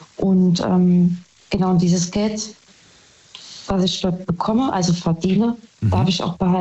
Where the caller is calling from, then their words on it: Saarbrücken, Saarland, Germany; Saarbrücken.